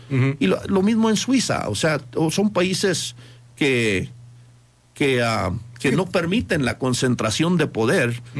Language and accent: Spanish; Chihuahua, Mexico; born there; Sí, pero yo nací en Chihuahua y pues realmente me considero un mexicano.